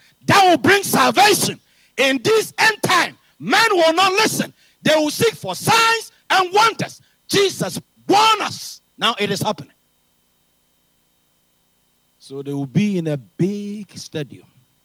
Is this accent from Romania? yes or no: no; Ghana; I'm coming from West Africa. Specifically Ghana.